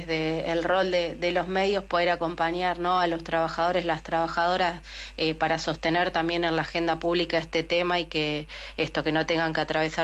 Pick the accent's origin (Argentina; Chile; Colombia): Argentina; Colón, Buenos Aires Province; yo particularmente soy de Colón, provincia de Buenos Aires, una ciudad chica de 27.000 habitantes